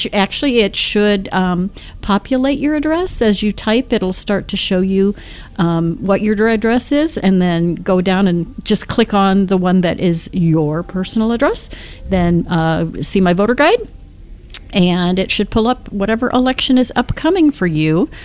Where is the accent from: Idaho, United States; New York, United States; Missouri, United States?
Missouri, United States; but I am from Missouri, and that is the Show Me State.